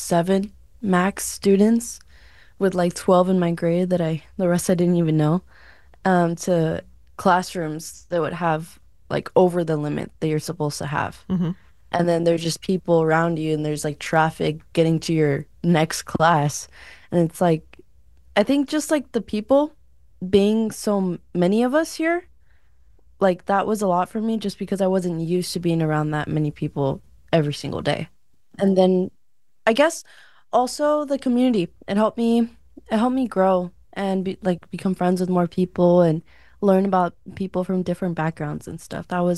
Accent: Imperial Valley, California, United States; growing up in the Imperial Valley

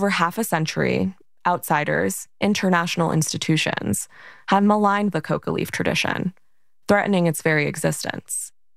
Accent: Florida, United States; Growing up in the Colombian diaspora in the U.S., I heard my fair share of cocaine-related stereotypes and bad jokes. A middle school social studies teacher in Florida used bullets and cocaine as a mnemonic device to teach Colombia's capital.

